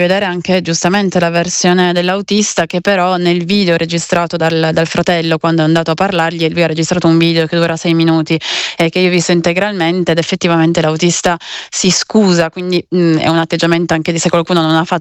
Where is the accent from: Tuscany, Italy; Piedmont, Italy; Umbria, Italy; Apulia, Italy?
Piedmont, Italy; Cuneo; Io l'ho fatto subito, perché tra l'altro sono di Cuneo